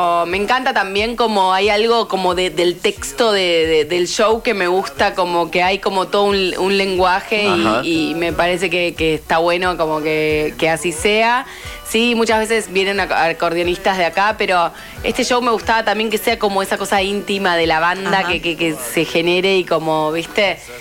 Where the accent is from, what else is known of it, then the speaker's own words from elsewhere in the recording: Rosario, Santa Fe, Argentina; now in Buenos Aires, Argentina; Los domingos extraño, seguro, Rosario.